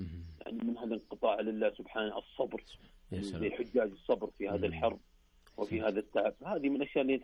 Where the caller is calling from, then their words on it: Abha, Asir, Saudi Arabia